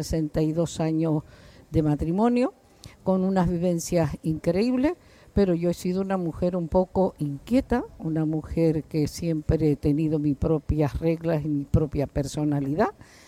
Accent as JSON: {"language": "Spanish", "town": "Güímar", "region": "Canary Islands", "country": "Spain", "said": "Yo soy la Mencella porque yo digo que uno nace donde nace. Por circunstancias de la vida, mis abuelos son de Lanzarote y Fuerteventura y mi madre también. Mi padre es de aquí"}